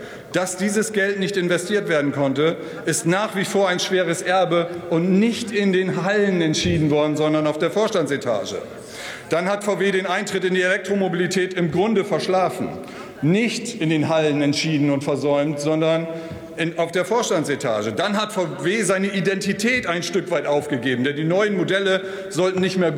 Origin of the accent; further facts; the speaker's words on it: Emden, Lower Saxony, Germany; Ich komme aus Ostfriesland, ich gebe es mal zu. Ich komme aus Emden, aus dem äußersten Nordwesten der Bundesrepublik.